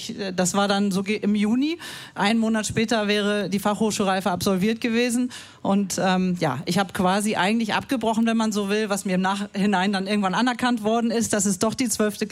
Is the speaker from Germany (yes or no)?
yes; Kiel, Schleswig-Holstein, Germany; Ich bin am 31. Januar 1983 in Kiel im Uniklinikum geboren.